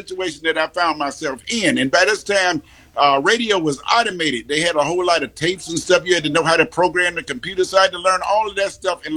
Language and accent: English; Chicago, Illinois, United States; accent: Midwest; moved away; I'm from Chicago.